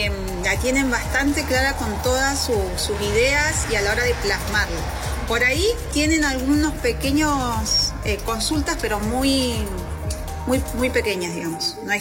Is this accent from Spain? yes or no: no; Río Turbio, Santa Cruz, Argentina; ya eso me hace totalmente distinto a mí, a lo que yo, de donde yo vengo, que es de Río Turbio, ¿no?